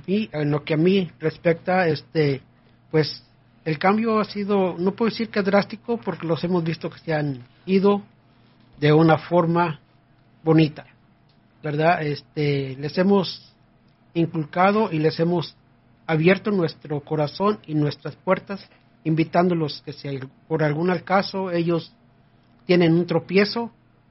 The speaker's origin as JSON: {"language": "Spanish", "region": "Michoacán", "country": "Mexico", "said": "somos del estado de Michoacán."}